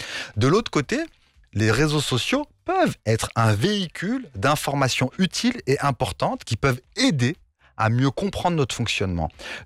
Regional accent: Morocco; Vous allez vous dire que je suis suisse, mais non, je suis marocain, hein, maghrébi

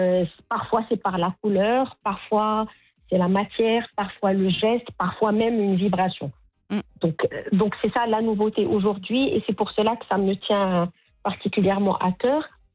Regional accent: Morocco; son choix était d'exposer deux artistes qu'elle représente, moi en tant que marocaine et lui français.

